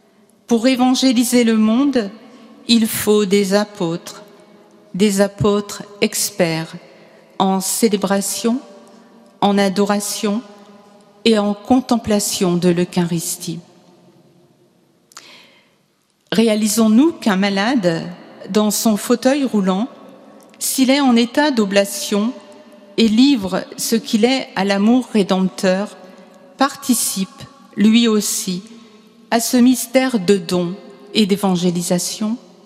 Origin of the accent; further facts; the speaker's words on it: Cambrai, Hauts-de-France, France; moved away as an adult; also born or lived in Aix-en-Provence; Je suis originaire du diocèse de Cambrai, donc à côté de la Belgique, née à la maternité catholique de Cambrai. J'ai grandi dans une famille catholique très pratiquante et je suis l'aînée de 5 enfants.